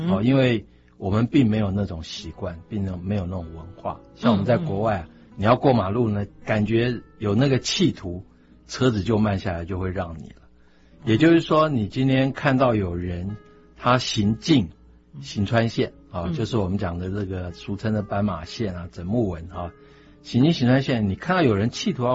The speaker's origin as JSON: {"language": "Chinese", "region": "Tainan", "country": "Taiwan", "tie": "born or raised there", "said": "就是说我们在乡下还会骑，像我那时候在台南长大，我就还会骑哈。"}